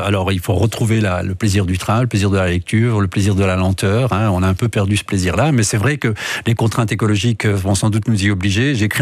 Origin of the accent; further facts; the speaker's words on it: Rome, Lazio, Italy; Voilà, je suis originaire en fait de Rome.